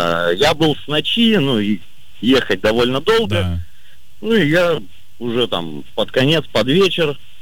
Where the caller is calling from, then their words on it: Magnitogorsk, Chelyabinsk Oblast, Russia; я из Магнитогорска.